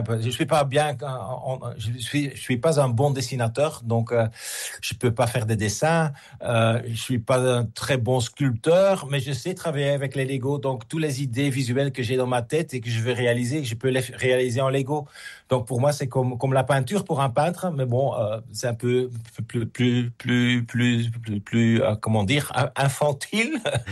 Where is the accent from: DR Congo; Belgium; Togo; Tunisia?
Belgium; Je suis belge. Alors ici en Belgique, le surréalisme, c'est quelque chose qui est dans notre ADN.